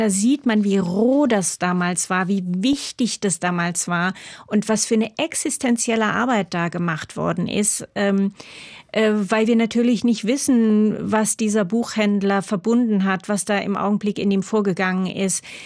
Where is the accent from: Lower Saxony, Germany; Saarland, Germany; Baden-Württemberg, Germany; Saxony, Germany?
Saarland, Germany; Ich komme aus dem Saarland, also wir sind direkt